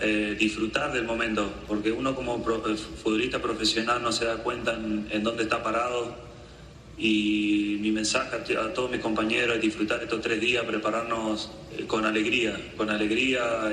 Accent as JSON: {"language": "Spanish", "country": "Argentina", "said": "quiero que nos recuerden como cualquier argentino, que somos trabajadores, que nunca nos damos por vencidos"}